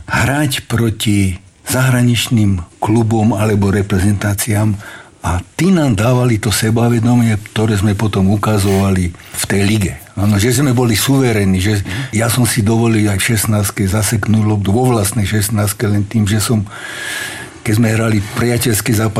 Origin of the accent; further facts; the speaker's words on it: Topoľčany, Nitra Region, Slovakia; a ja osobne pochádzam z Topolčan a v Topolčanoch sa veľmi dobre robilo a ešte aj dneska sa robí s mládežou.